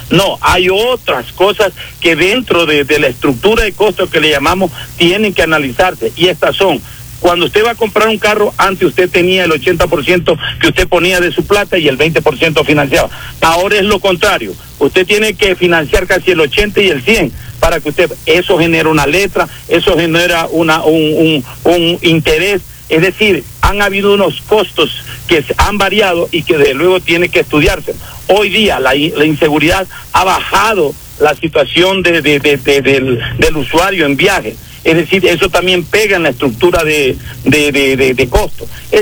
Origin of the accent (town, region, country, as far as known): Ecuador